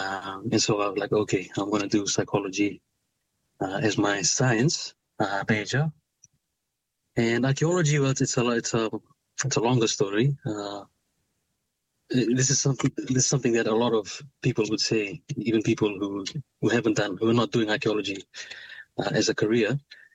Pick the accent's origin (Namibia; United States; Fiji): Fiji; Suva, Central Division; Yes, I did. I'm born and raised near Suva, capital city of Fiji. Did all my education in Suva